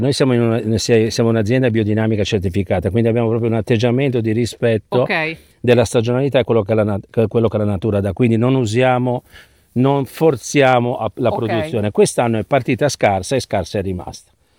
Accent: Genoa, Liguria, Italy

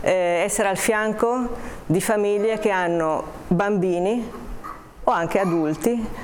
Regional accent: Genoa, Liguria, Italy; moved away as an adult; now in Haiti; io sono partita 25 anni fa da Genova, io sono una genovese che 25 anni fa ha, posso dire essere stata catapultata nello stesso posto dove Cristoforo Colombo tanti anni prima aveva messo piede. Io vivo ad Haiti

